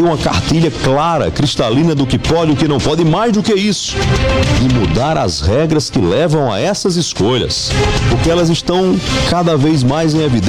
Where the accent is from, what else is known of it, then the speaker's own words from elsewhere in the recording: Brazil; nós brasileiros, cidadãos que pagamos esta alta conta.